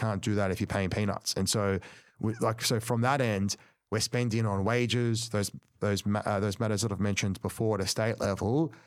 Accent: Cabramatta, New South Wales, Australia; I grew up poor in Cabramatta. I grew up in Housing Commission.

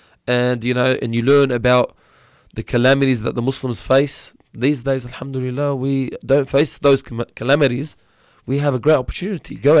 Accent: Liverpool, New South Wales, Australia; Liverpool area, which is my hometown, the Liverpool

